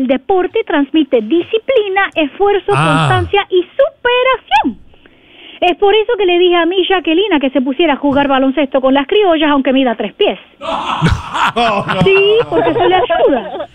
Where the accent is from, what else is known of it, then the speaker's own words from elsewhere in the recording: Argentina; Soy argentino de la cuna hasta el cajón.